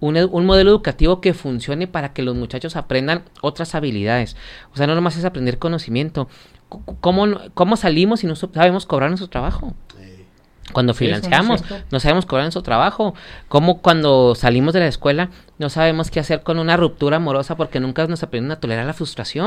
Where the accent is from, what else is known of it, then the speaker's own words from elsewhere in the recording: Mexico; necesitamos conocernos como mexicanos